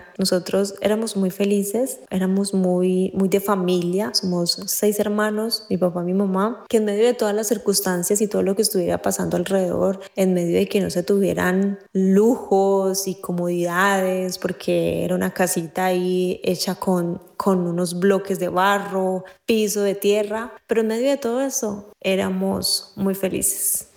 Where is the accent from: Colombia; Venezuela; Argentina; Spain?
Colombia; moved away; incluso extrañando mi tierra, mi familia y todo lo que tú conoces, todo tu día a día. Yo creo que represento mujeres colombianas porque mi historia no es única.